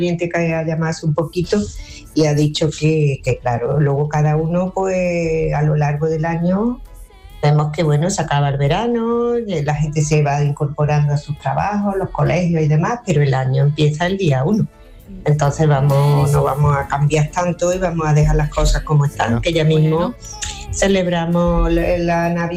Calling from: Córdoba, Andalusia, Spain; Buenos días … de Córdoba.

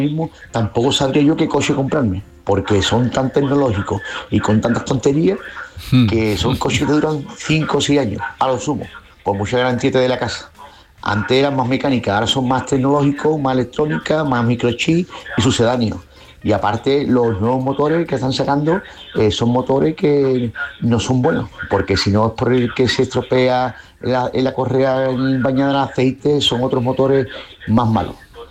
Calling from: Cádiz, Andalusia, Spain; aquí de Cádiz.

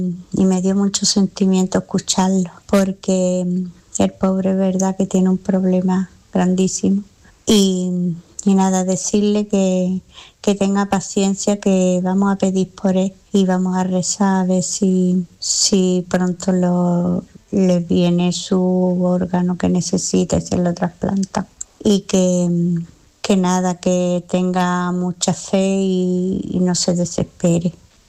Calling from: Málaga, Andalusia, Spain; Hola Manolo … de Málaga.

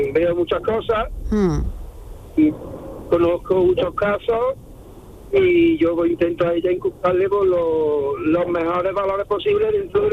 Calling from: Montoro, Andalusia, Spain; yo vivo en Montoro, a media hora de Córdoba, porque está en Córdoba

